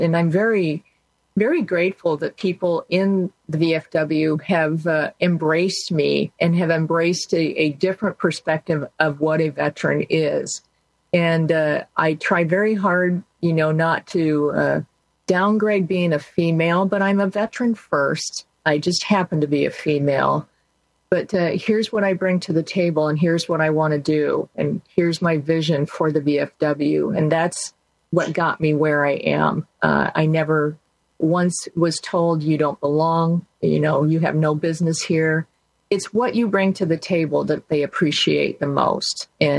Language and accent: English; Iowa, United States; reserves again back in Iowa. So I was very, very fortunate. I could, you know, stay basically in my home state